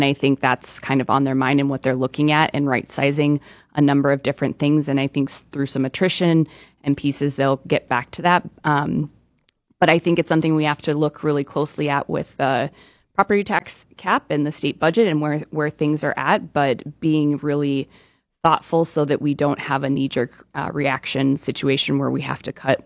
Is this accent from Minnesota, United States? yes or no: no; Tulare, South Dakota, United States; I grew up in South Dakota, so Tulare.